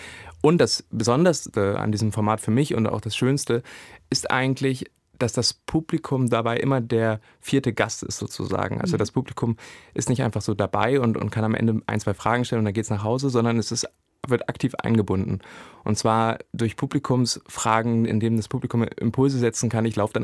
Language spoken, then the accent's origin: German; Saxony-Anhalt, Germany; Ich meine, ich komme aus Sachsen-Anhalt